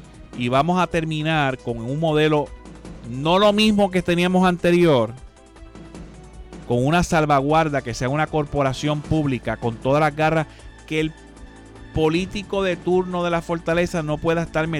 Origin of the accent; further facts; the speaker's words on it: Quebradillas, Puerto Rico; also born or lived in Arecibo; Yo soy de los Piratas de Quebradilla. Nací en Arecibo. A los pocos días me mudé para Quebradilla, o me mudaron obligatoriamente. Y allí viví toda mi vida, en el Residencial Vigo Salas de Quebradilla.